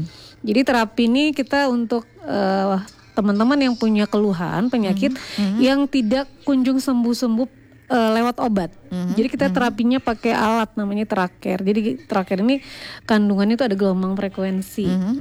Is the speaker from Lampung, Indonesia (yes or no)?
yes; Lampung, Indonesia; born there; di daerah saya, kelahiran saya sendiri di sana, di Katibung, nggak jauh sih